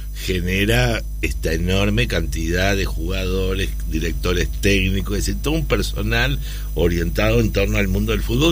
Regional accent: Uruguay

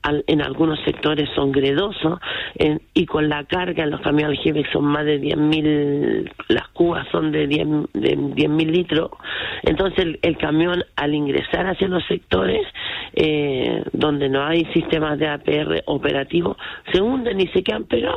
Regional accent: Quilitapia, Coquimbo, Chile; born or raised there

